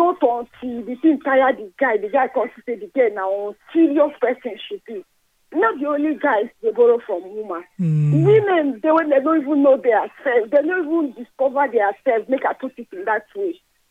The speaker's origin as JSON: {"language": "English", "region": "Lagos", "country": "Nigeria", "said": "from Banana Island, but I'm not calling from Lagos right now."}